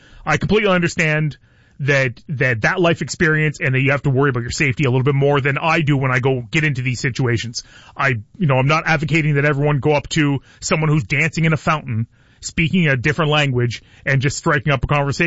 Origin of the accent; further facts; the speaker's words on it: Ireland; The gift of gab, I'm Irish, I kissed the Blarney Stone.